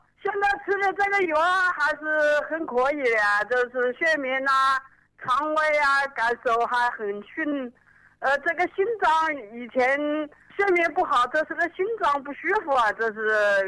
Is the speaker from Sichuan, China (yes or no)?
no; Dadonghu, Hubei, China; 我是大东湖啊。